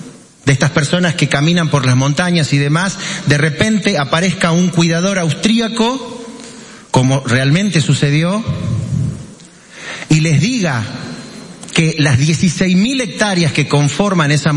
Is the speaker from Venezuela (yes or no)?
no; Argentina; yo que soy argentino